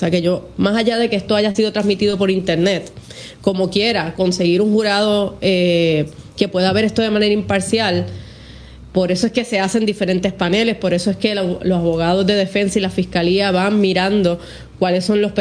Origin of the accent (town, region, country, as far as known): Caguas, Puerto Rico